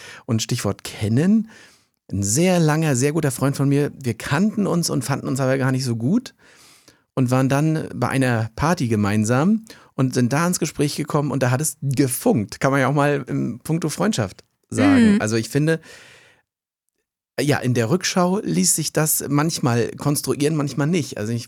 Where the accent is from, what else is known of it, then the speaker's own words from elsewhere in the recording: Rostock, Mecklenburg-Vorpommern, Germany; Also wir kommen aus dem gleichen Ort, ne? Wir kommen aus Rostock.